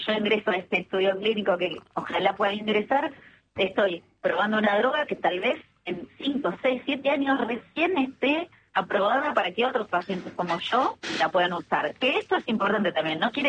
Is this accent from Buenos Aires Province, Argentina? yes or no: yes; Mar del Plata, Buenos Aires Province, Argentina; Yo soy de Mar del Plata